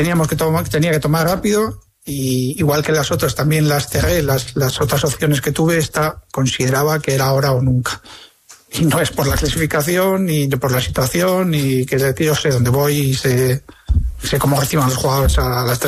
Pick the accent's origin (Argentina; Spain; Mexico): Spain; Pamplona, Navarre; born or raised there